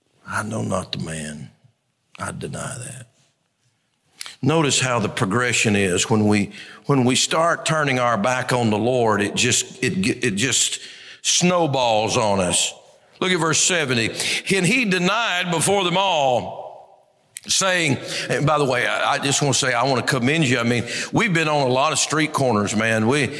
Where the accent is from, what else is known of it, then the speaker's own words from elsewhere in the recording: United States; Yep, and I'm an American.